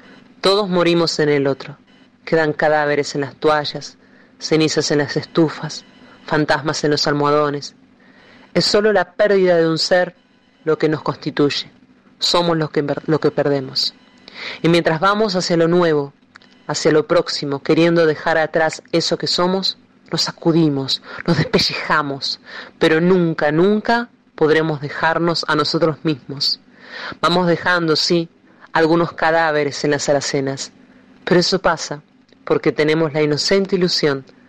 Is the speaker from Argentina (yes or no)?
yes; Luján, Buenos Aires Province, Argentina; moved away as an adult; now in Neuquén, Argentina; soy oriunda de Luján, estoy aquí en Neuquén hace 2 meses.